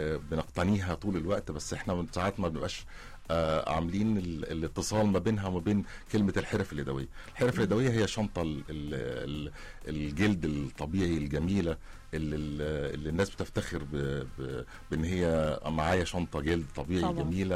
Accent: Egypt; إحنا كمان كمصريين

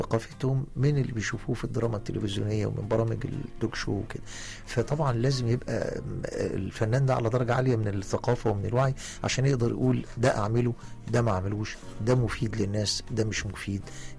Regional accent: Egypt; احنا كشعب مصري وعربي بنعشق الحدوتة.

